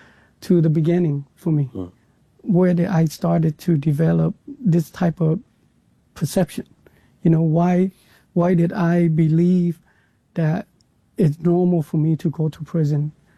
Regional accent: Vietnam; I was born in Vietnam when my father have already left the country. I grew up in a country where social perception really mattered.

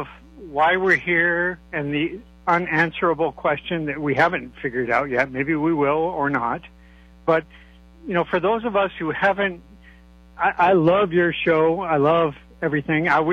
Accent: Sedona, Arizona, United States; And, well, I grew up in Sedona, Arizona.

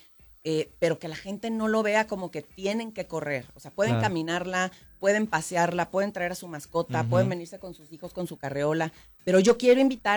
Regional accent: Ciudad Juárez, Chihuahua, Mexico; O sí, sea, al final soy chihuahuense de Juárez, que viva, que esté, o vaya y venga aquí al Paso, Texas, pues al final somos ciudades hermanas.

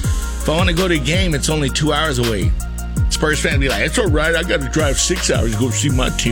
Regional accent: Colorado, United States; now in Texas, United States; I haven't been from Texas either my whole life. I'm originally from Colorado.

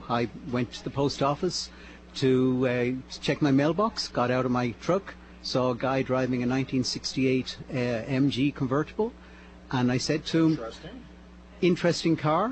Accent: Dublin, Leinster, Ireland; No, I'm from Dublin.

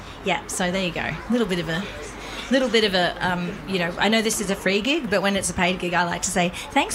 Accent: Violet Town, Victoria, Australia; growing up in Violet Town, Victoria.

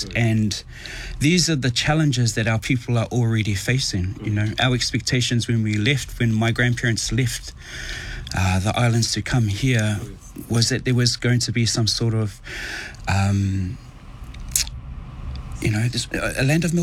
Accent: New Zealand; born there; also born or lived in Tonga; Because I've grown up so much on my father's side, which is Honunga, ki te tahi ki tōku, like te ao Māori

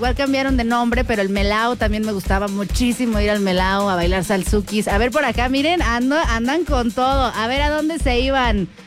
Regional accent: San Juan del Río, Querétaro, Mexico; No soy de Querétaro Capital como tal nacida, pero soy de San Juan del Río. Claro que soy queretana, plebes.

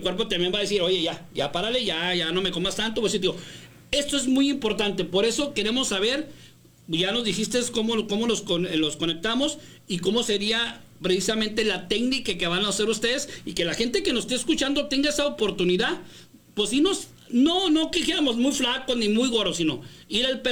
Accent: Mexico; nosotros los mexicanos

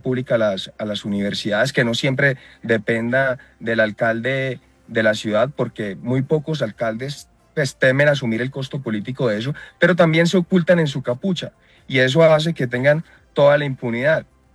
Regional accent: Cali, Valle del Cauca, Colombia; yo soy de Cali

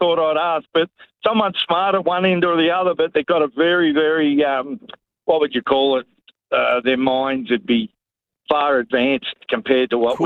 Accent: Victoria, Australia; but I was brought up in South Gippsland, but not Leongatha.

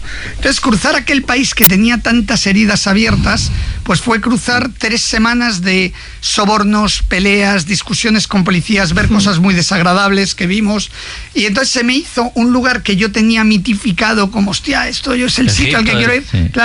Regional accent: Italy; Yo soy también italiano, mi mujer es italiana

